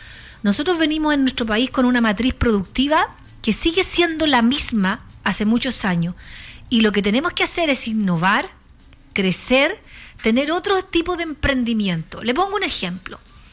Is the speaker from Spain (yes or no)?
no; Chile